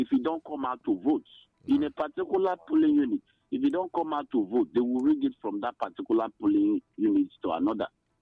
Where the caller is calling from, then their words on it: Nigeria; I'm calling from Okwabinimbo.